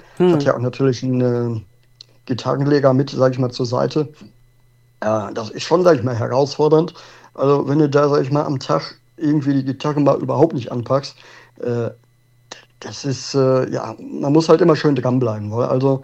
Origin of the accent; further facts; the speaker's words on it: Herscheid, North Rhine-Westphalia, Germany; Ja, ich komme aus dem schönen kleinen Dorf, sag ich mal, Gemeinde Herscheid im Sauerland. Mhm. Und genau, da lebe ich jetzt seit über 16 Jahren schon.